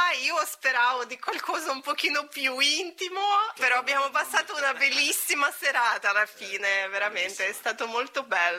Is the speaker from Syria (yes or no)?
no; Riga, Latvia; Italian is a second language; also born or lived in England; now in Italy; Io vengo da Riga, da Lettonia. E infatti mi sono trasferita in Italia, dopo Inghilterra